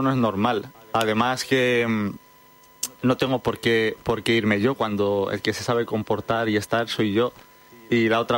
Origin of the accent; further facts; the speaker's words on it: Valladolid, Castile and León, Spain; born there; Pues yo nací en Valladolid y fue a los 8 o 9 años más o menos de edad.